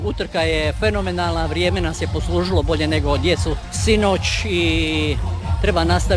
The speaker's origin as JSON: {"language": "Croatian", "town": "Jasenice", "region": "Zadar County", "country": "Croatia", "said": "Pa ja sam ovdje iz Jasenica, ali trenutno radim u Zagrebu na Hrvatskom vojnom učilištu kao kineziolog."}